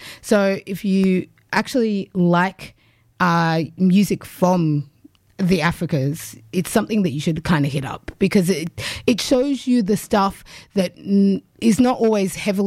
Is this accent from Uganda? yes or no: yes; Uganda; now in Australia; I am Ugandan Australian, as you know, and I always like to play tracks from Uganda